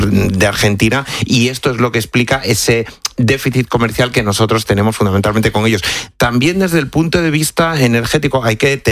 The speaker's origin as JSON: {"language": "Spanish", "town": "Cáceres", "region": "Extremadura", "country": "Spain", "said": "Yo, por ejemplo, que soy de Cáceres, que soy de Extremadura, claro, pues evidentemente lo sé, y en otras muchas partes de España"}